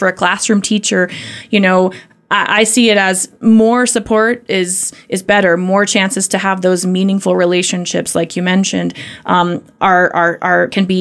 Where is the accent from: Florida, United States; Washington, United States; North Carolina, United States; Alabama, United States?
North Carolina, United States; moved away as an adult; also born or lived in New York City; I grew up in North Carolina.